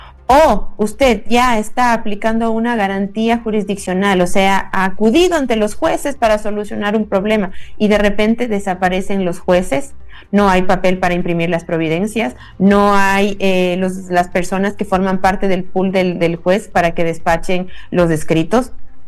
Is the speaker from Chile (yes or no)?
no; Ecuador; nosotros como ecuatorianos